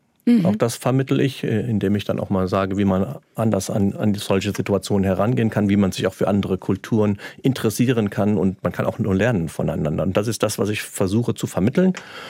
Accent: Bad Soden-Salmünster, Hesse, Germany; Ich komme aus dem Ort, der zweigeteilt war, Bad Sodensalmünster. Da konnte die eine Hälfte mit der anderen nicht.

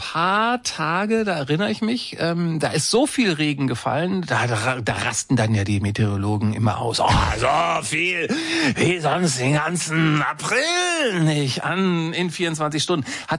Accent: Berlin and Brandenburg, Germany; Dafür sind wir Berliner und Brandenburger bekannt.

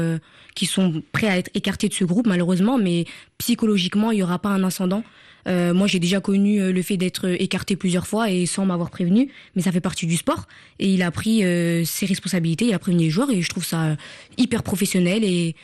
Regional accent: Senegal; je suis sénégalaise

